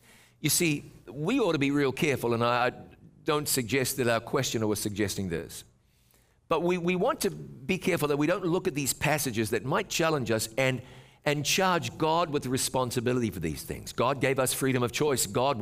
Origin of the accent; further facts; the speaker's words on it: New Zealand; when I was just a kid and growing up in New Zealand